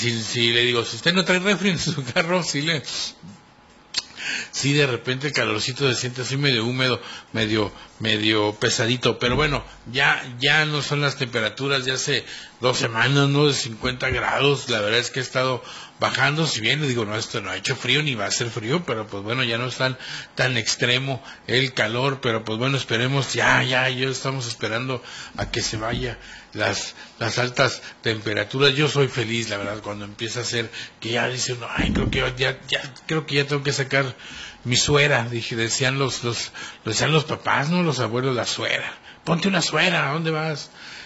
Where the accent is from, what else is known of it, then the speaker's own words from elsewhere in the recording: Mexico; todos somos mexicanos y qué bueno que hay esa diversidad.